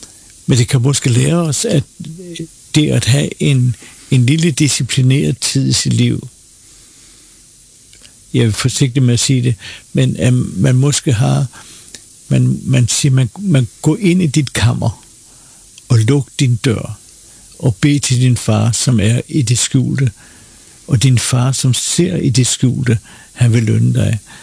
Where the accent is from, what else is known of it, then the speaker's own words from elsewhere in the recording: Copenhagen, Capital Region of Denmark, Denmark; Jeg voksede op på Utterslev Torv i København og gik i Billedhøjskole.